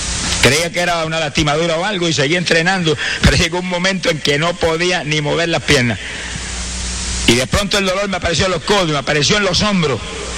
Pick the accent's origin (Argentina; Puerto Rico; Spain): Puerto Rico